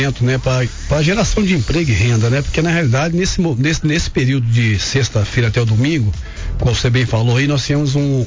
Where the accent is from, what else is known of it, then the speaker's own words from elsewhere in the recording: Jaguaraçu, Minas Gerais, Brazil; a pessoa passar lá na minha cidade, na nossa cidade